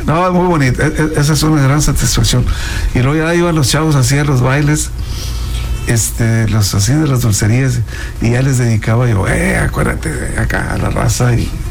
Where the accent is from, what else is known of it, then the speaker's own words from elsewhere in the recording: Montemorelos, Nuevo León, Mexico; born there; also born or lived in Linares, Nuevo León; Soy hijo adoptivo de Montemorelos, sí, pues a los 9 años ya nos cambiamos de Linares a Montemorelos, y hasta la fecha, pues ya soy del 60